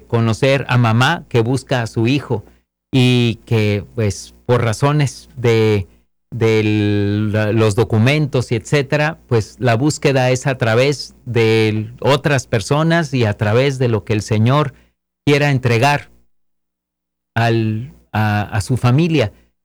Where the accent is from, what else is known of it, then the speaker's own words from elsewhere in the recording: Mexico; en nuestro país, a los que somos mexicanos